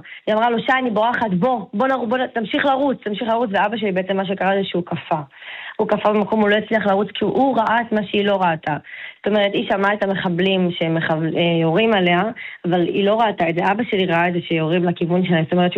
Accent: Ahuzat Barak, Northern District, Israel; אנחנו מהצפון, פה מאזור בית קשת, אפולה, אחוזת ברק אנחנו

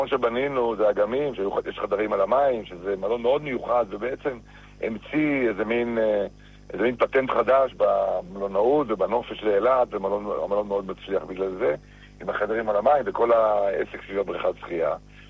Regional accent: Eilat, Southern District, Israel; אנחנו אוהבים את אילת, גדלנו באילת, נולדנו באילת

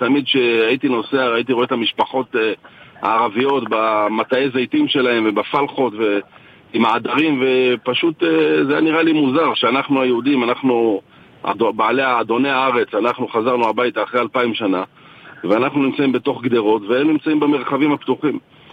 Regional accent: Kiryat Arba, Judea and Samaria Area, Israel; אז אני גדלתי בחברון, קריית ארבע.

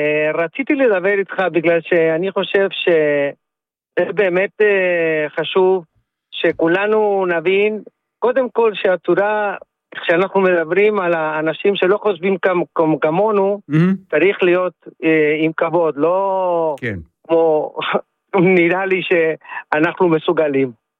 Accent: Chile; Hebrew is a second language; moved away as an adult; now in Israel; אני עולה חדש מצ'ילה.

